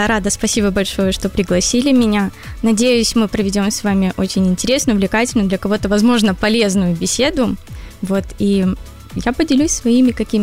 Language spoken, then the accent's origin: Russian; Mogilev, Mogilev Region, Belarus; born there; moved away as an adult; я сама из Могилева.